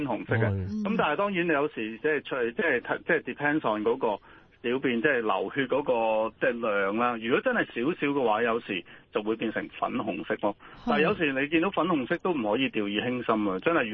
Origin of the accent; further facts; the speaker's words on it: China; 你知我哋中國人成日就會話啊，屙血尿啊，啊會唔會係熱氣啊咁樣？